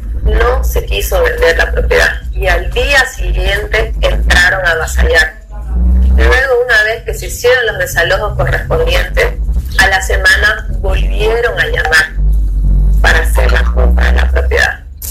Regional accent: Santa Cruz, Bolivia; como mujer cruceña lo digo

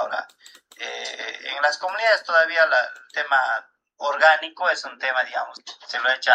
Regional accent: Uriondo, Tarija, Bolivia; yo soy de Uriondo, de Anconchico. Nosotros somos una comunidad relativamente mediana o grande, si vale el término.

